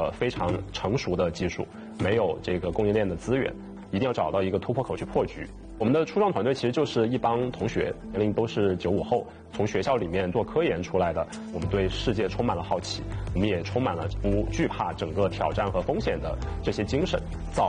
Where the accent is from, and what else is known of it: China; moved away